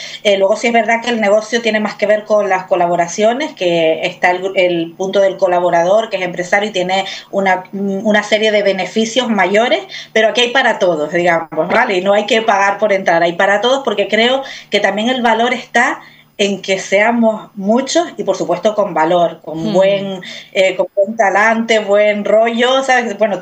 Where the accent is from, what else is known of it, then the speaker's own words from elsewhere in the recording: Canary Islands, Spain; la mayoría somos de aquí, de Gran Canaria